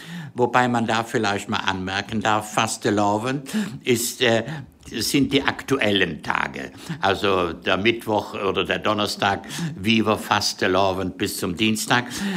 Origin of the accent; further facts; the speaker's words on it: Southern Germany, Germany; ich komme ja aus dem Süden und ich kenne nur Gasthausnamen wie der Weiße Schwan, der Goldene Adler, der Hirsch